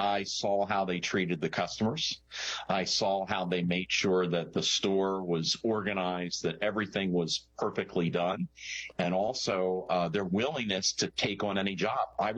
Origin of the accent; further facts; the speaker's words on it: Pennsylvania, United States; Right outside of the Philadelphia suburbs, and I am the oldest of two sisters.